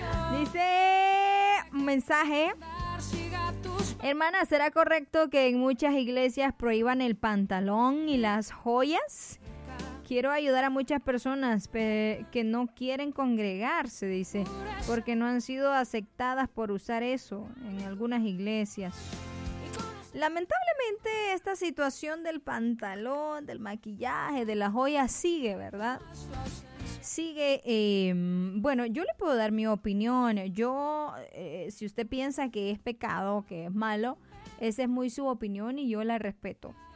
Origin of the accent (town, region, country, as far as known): Honduras